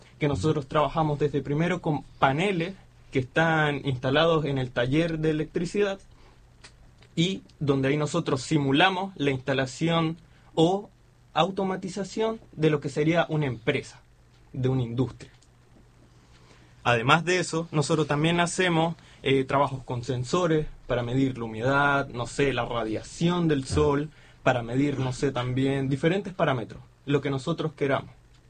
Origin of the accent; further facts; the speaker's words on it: Linares, Maule, Chile; yo soy acá también